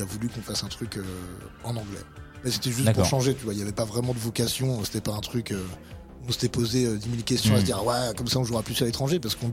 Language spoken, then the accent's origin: French; Île-de-France, France; j'ai pas envie de faire semblant que je suis de l'East London alors que je suis du sud de Paris